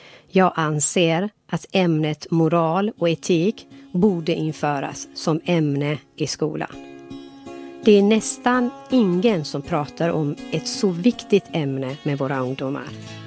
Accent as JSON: {"language": "Swedish", "country": "Iran", "second_language": "Swedish", "moved": "as an adult", "lives_now": "Gothenburg, Sweden", "said": "Jag är från Iran. Jag är uppfostrad i en familj där heder, moral och samvete värdesattes högt."}